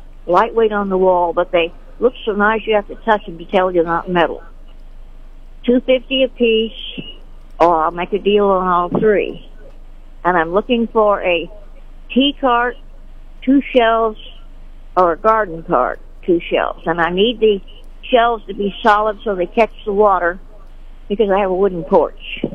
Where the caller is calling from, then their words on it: Sedalia, Missouri, United States; I'm calling from Sedalia.